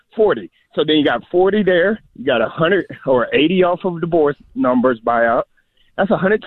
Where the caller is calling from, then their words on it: Birmingham, Alabama, United States; I'm from Birmingham